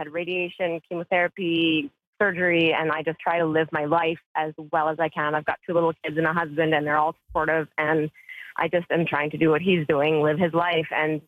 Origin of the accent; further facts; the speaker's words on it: Manitoba, Canada; I grew up in Manitoba, so I'm a prairie girl.